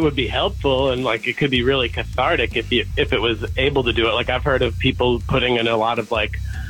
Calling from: Fayetteville, Georgia, United States

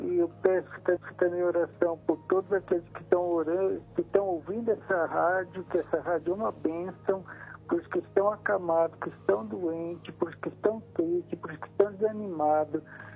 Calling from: Franco da Rocha, São Paulo, Brazil; Falo de Franco da Rocha.

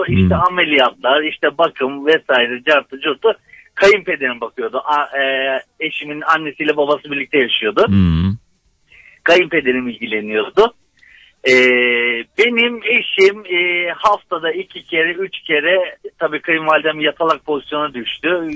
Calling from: Kastamonu, Turkey; Ben Kastamonluyum.

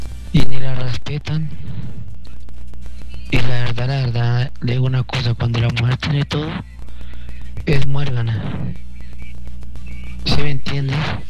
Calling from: Boyacá, Colombia; Bueno, soy de Serinza, Boyacá.

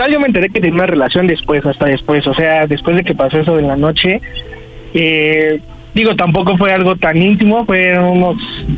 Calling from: Ixtapaluca, State of Mexico, Mexico; soy de Ixtapaluca, en el Estado de México, y tengo 26 años.

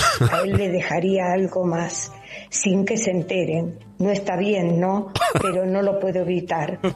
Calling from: Buenos Aires, Argentina; de Paternal. Soy una jubilada de 84 años

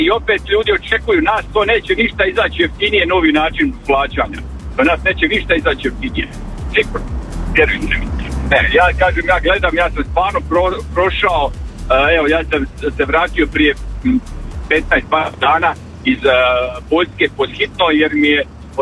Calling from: Croatia; ja sam Hrvat. Ja sam hrvatski dragovoljac.

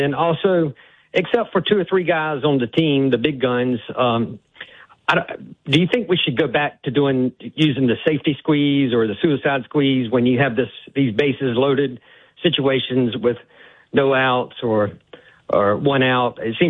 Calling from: Charleston, South Carolina, United States; I'm calling in from Charleston, South Carolina. We have a lot of Braves fans down this way.

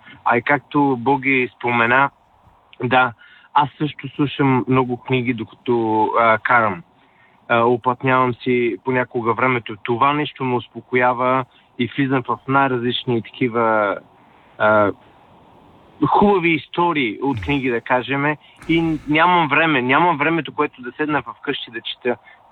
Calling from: London, United Kingdom; от Лондон.

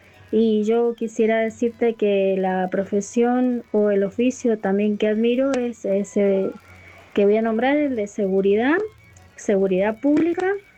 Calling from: Godoy Cruz, Mendoza, Argentina; de Godecruz, Mendoza.

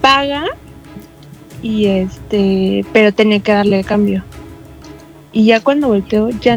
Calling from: Mexico City, Mexico; De aquí, de la CDMX

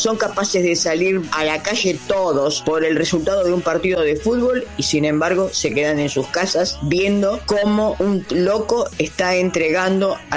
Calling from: Morón, Buenos Aires Province, Argentina

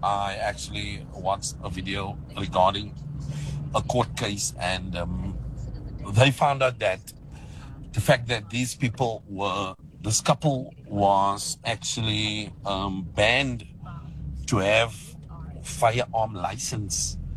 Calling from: Western Cape, South Africa; I'm from Western Cape.

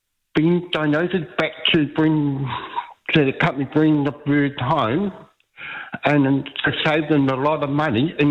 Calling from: Auckland, New Zealand; I live in Auckland

